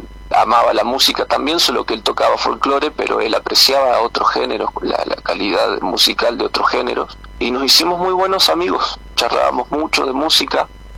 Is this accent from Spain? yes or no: no; San Martín de los Andes, Neuquén, Argentina; also born or lived in Cipolletti; Yo, en realidad, nací en Cipolletti, pero me vine de muy chiquito para San Martín de los Andes. Me siento como si fuera acá de San Martín